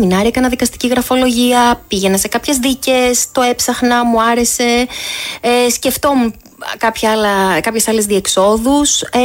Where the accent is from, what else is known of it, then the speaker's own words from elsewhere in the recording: Lamia, Central Greece, Greece; Γιατί εγώ κατάγομαι και από τη Λαμία